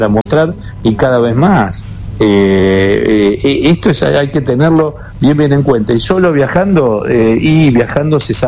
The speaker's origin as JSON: {"language": "Spanish", "country": "Argentina"}